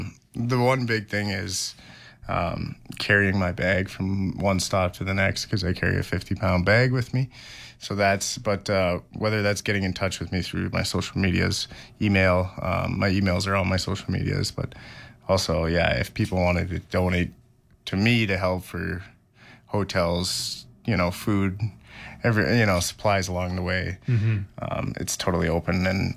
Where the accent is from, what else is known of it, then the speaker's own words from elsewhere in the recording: Dryden, Ontario, Canada; Well, so right now it's Dryden, Ontario, which is my hometown